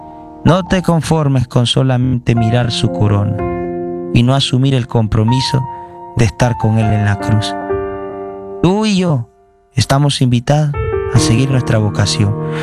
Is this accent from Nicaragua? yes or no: yes; Nicaragua; Vengo de Nicaragua, el país del famoso poeta Rubén Darío. Me encanta la poesía.